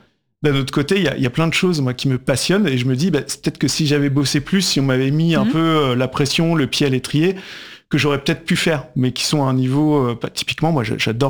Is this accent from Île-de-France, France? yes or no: yes; Paris, Île-de-France, France; Alors moi, je suis parisien. Hein, je suis parisien.